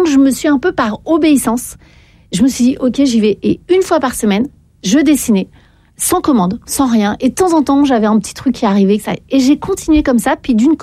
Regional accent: Paris, Île-de-France, France; Moi je suis parisienne, on râle beaucoup, les gens sont pas sympas parfois dans le métro, parfois.

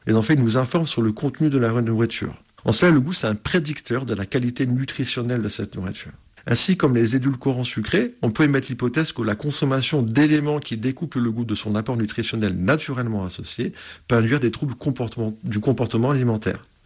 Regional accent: Toulouse, Occitanie, France; Alors, donc à l'origine, je suis de Toulouse, donc j'ai fait mes études à l'université de Toulouse-Paul Sabatier.

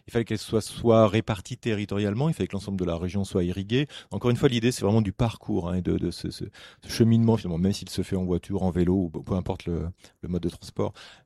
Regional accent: Auvergne-Rhône-Alpes, France; mais moi je suis originaire de l'Allier, donc je connais bien ce site.

